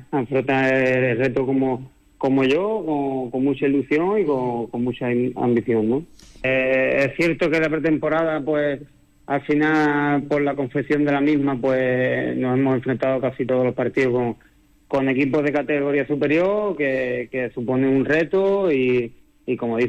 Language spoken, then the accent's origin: Spanish; Isla Cristina, Andalusia, Spain; por volver al club de mi pueblo